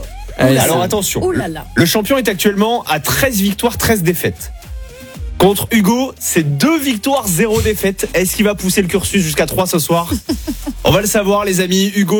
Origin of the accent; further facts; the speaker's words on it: Mont-de-Marsan, Nouvelle-Aquitaine, France; Il a dit ça parce que je viens de Mont-de-Marsan, il voulait faire un choc mental.